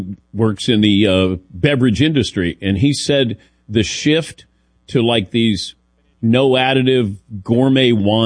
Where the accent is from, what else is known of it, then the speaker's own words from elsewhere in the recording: Midwest, United States; They go, you mean soda? I go, no, pop. That's what I grew up in the Midwest.